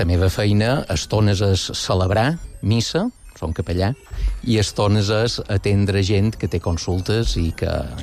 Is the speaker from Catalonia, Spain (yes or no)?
no; Artà, Balearic Islands, Spain; born or raised there